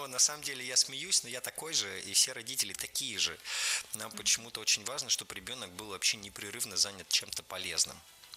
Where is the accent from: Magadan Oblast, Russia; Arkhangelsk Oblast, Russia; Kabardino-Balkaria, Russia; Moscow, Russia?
Arkhangelsk Oblast, Russia; Arkhangelsk; Архангельск, мой родной город.